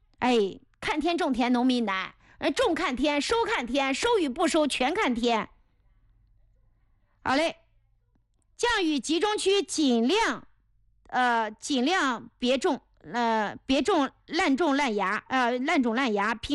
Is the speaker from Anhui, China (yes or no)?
yes; Mengcheng, Anhui, China; accent: Mengcheng dialect; 蒙城，你一讲蒙城，我普通话都说不好了，我马上就会说蒙城话了